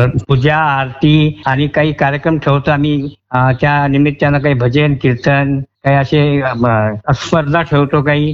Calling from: Vadoda, Maharashtra, India; वडोदा जिल्हा, जळगाव खंदेश.

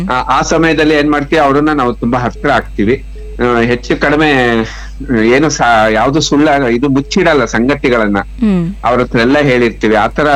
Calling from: Shivamogga, Karnataka, India; Vidyanagar, Shivamogga.

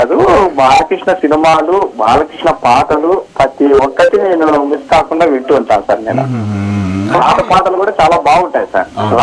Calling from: Anantapur district, Andhra Pradesh, India; అనంతపురం జిల్లా

